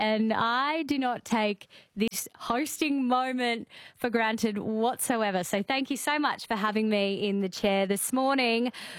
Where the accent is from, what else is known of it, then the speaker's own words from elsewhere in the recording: Brisbane, Queensland, Australia; I was born in Brisbane in the early 70s. I grew up in the Bayside suburb of Wynnum.